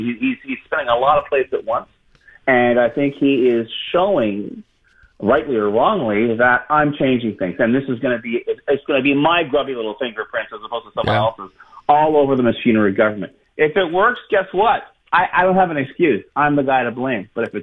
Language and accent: English; Montreal, Quebec, Canada